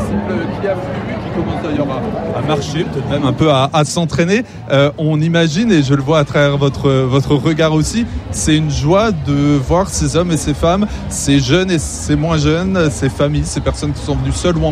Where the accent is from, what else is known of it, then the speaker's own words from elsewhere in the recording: Lyon, Auvergne-Rhône-Alpes, France; à Blandan, comme on dit ici quand on est lyonnais.